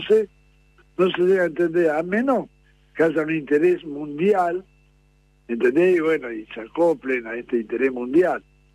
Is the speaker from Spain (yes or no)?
no; Argentina; Somos argentinos. Somos argentinos que profesamos la religión islámica.